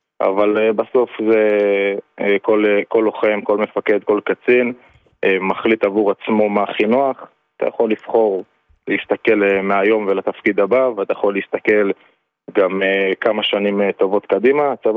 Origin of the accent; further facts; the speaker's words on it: Ashdod, Southern District, Israel; ממשפחה רגילה לחלוטין, מאשדוד בארץ.